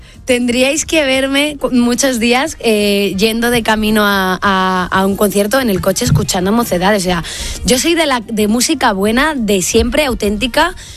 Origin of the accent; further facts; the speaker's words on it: Castile and León, Spain; tengo que decir que nadie sabía que yo estaba. Mi pueblo está en Meganzones.